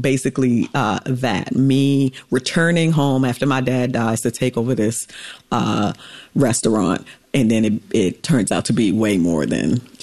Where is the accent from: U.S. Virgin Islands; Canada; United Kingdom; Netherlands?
U.S. Virgin Islands; Saint Thomas